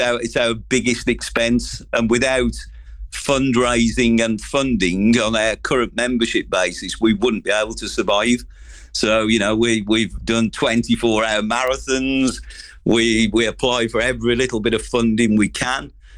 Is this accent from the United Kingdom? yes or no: yes; Walsall, West Midlands, United Kingdom; now in Stratford-upon-Avon area, United Kingdom; I'm originally from the West Midlands area in Warsaw, Wolverhampton area.